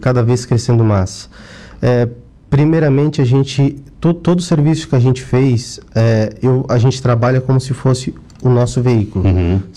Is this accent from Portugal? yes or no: no; Içara, Santa Catarina, Brazil; Sou natural de Sara.